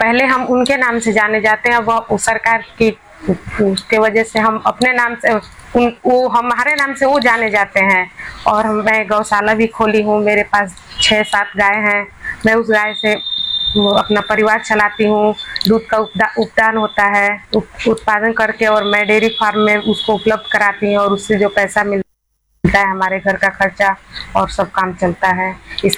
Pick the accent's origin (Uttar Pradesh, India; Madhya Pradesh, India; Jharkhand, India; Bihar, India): Uttar Pradesh, India; Misipeti; जी sir नमस्कार, मैं ग्राम पंचायत मिसीपेटी से हूँ।